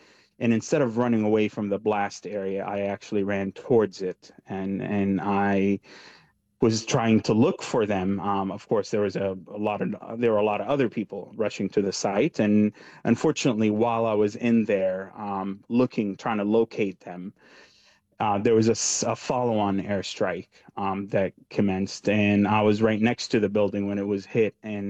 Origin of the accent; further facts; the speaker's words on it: Gaza City, Gaza Strip, Palestine; One of the things that I like to always share about Gaza is that it's a very complicated, complex place with immense beauty and immense meaning for its people, the beaches, the food, the family connections, even with all the hardships that we experience